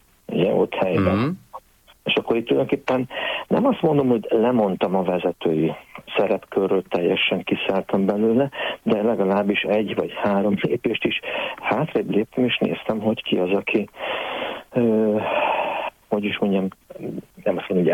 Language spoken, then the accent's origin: Hungarian; Hungary; a pálosokhoz azért magyar alapítású rendhez kötődünk, ugye, mint magyarok